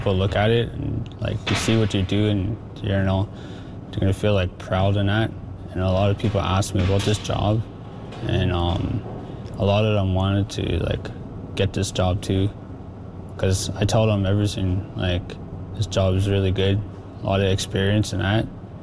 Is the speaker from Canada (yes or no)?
yes; Fort Good Hope, Northwest Territories, Canada; I'm from Fort Good Hope. I lived here my whole life.